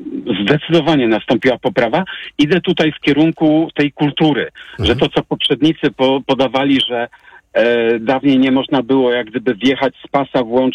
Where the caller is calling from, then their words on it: Poznań, Greater Poland Voivodeship, Poland; jestem z Poznania